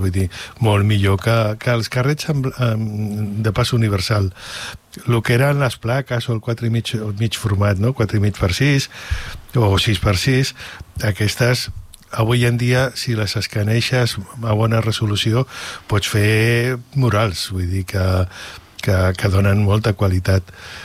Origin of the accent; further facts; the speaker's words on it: El Papiol, Catalonia, Spain; amb els fotògrafs que som del Papiol